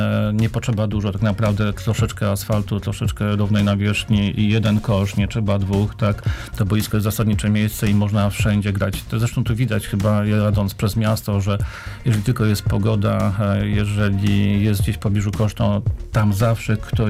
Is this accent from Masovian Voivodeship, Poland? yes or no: yes; Warsaw, Masovian Voivodeship, Poland